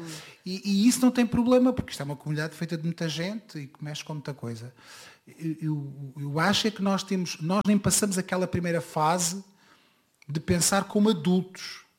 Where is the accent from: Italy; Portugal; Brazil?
Portugal; eu gosto muito do meu país, não tenho nada contra o meu país